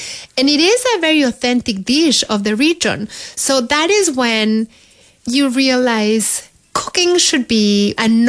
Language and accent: English; Mexico City, Mexico; It was very popular when I was growing up in Mexico City and central Mexico.